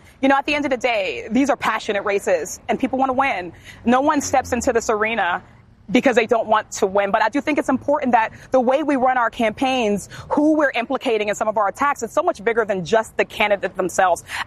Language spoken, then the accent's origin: English; Pennsylvania, United States; Listen, I come from Western Pennsylvania.